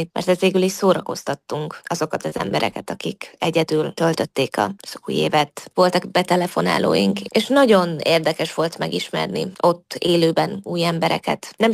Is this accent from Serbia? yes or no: yes; Vojvodina, Serbia; accent: Vojvodina Hungarian (closed e / középzárt e); én nem szégyellem egyáltalán, hogy én vajdasági vagyok